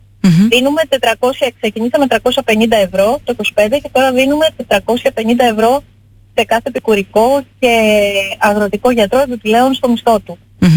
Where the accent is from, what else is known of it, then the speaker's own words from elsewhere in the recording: Ithaca, Ionian Islands, Greece; επειδή είμαι από την Ιθάκη και με πονάει πάρα πολύ ιδιαίτερα, νιώθω πάρα πολύ περήφανη που είμαι από την Ιθάκη